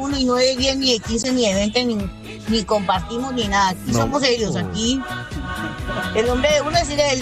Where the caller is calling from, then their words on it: Colombia; yo no soy rusa, yo soy legítimamente colombiana.